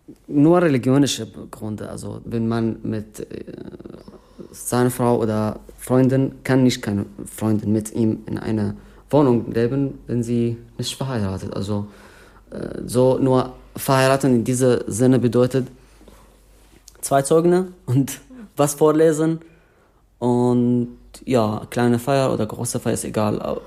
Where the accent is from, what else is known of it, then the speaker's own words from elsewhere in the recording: Syria; German is a second language; moved away; Ich glaube, das ist schwierig für jeden Mensch, der sagt, ja, ich möchte nicht zu meinem Heimatland zurück. Das kann nicht sein. Und trotz aller dieser Katastrophe, die in Syrien passiert, ich kann nicht Syrien lassen für immer.